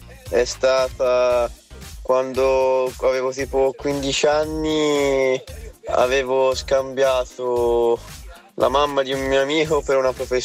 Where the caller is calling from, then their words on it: Florence, Tuscany, Italy; da Firenze.